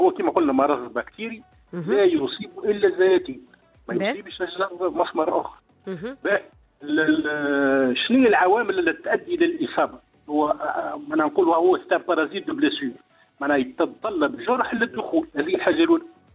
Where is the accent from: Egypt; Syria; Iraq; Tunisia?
Tunisia; Sahel; عندنا في الساحل